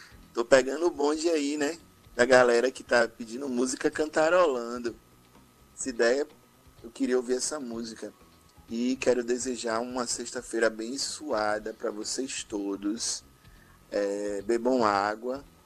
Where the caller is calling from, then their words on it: Canavieiras, Bahia, Brazil; nordestino como eu, nordestino raiz, isso aí.